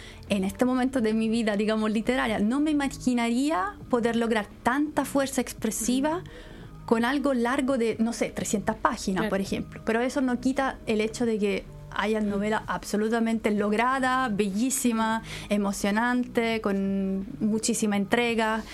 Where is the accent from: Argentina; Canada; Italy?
Italy; Naples, Campania; first language Neapolitan; Spanish is a second language; moved away as an adult; now in Santiago, Chile; Yo digo, soy italiana, pero yo siempre tengo que agregar, soy de Nápoles.